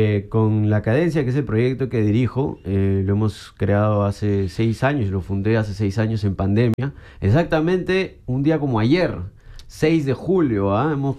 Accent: Lima, Peru; yo soy del Cono Norte, San Martín de Porres, y creo que es un espacio muy musical

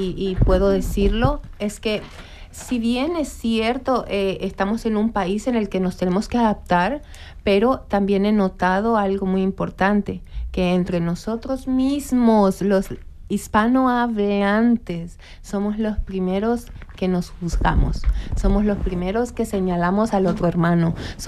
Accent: Venezuela; moved away; Vengo de Venezuela y me siento muy orgullosa del país que represento. Me ha tocado salir de Venezuela desde el 2018, así que he rodado por muchos otros países

